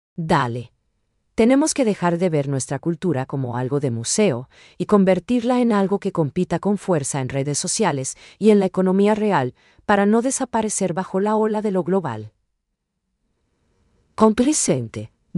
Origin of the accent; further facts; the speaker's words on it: Paraguay; lo que nos hace paraguayos de verdad?